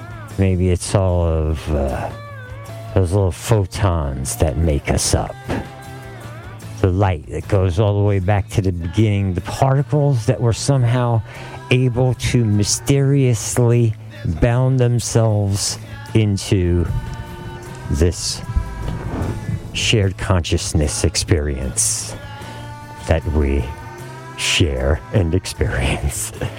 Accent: New York City, New York, United States; I grew up in the King's Mountain in Brooklyn.

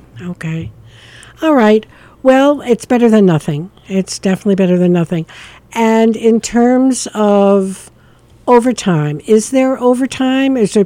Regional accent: New York City, New York, United States; moved away as an adult; I was originally from New York City

